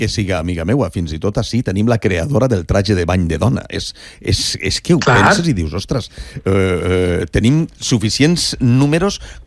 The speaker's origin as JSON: {"language": "Catalan", "town": "Alcoy", "region": "Valencian Community", "country": "Spain", "tie": "born or raised there", "said": "Què dir del meu poble, bueno, d'Abril i d'alguns dels que estem a la casa, que és Alcoi"}